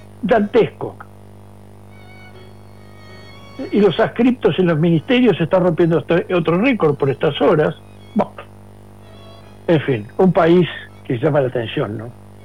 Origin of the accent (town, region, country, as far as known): Uruguay